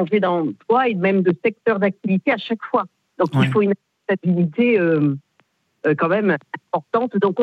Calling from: Revel, Occitanie, France; De Revel, Midi-Pyrénées, plus exactement la Haute-Garonne.

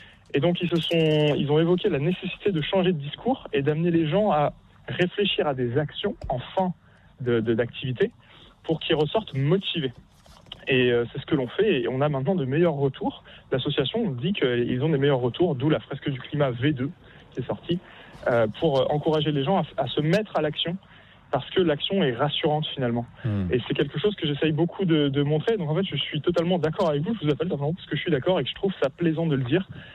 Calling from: Lyon, Auvergne-Rhône-Alpes, France; je suis sur Lyon

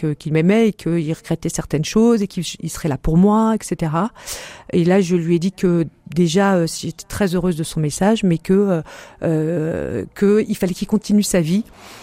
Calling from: Le Mans, Pays de la Loire, France; Moi, je vis au Mans

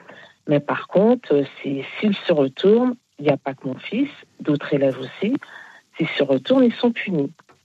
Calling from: Île-de-France, France; Oui, de Seine-et-Marne.

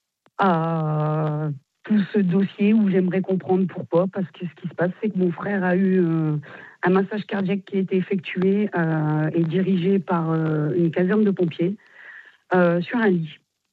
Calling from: Hauts-de-France, France; Du Nord, près d'Hazebrouck

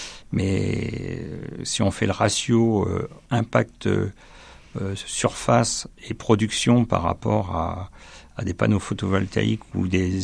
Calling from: Nouvelle-Aquitaine, France; j'habite à Pézé-le-Sec, un petit village, pas loin de Chauvigny.

